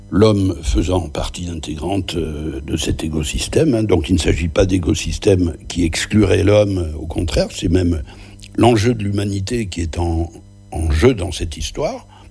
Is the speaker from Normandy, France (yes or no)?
no; Luz-Saint-Sauveur, Occitanie, France; Ben, probablement mon enfance à Luce-Saint-Sauveur et le fait d'avoir pour voisin une famille de tout petits paysans, la famille Noguet